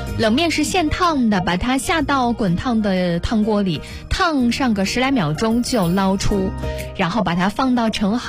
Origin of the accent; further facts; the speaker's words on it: Xuzhou, Jiangsu, China; 咱们徐州人吃羊呢，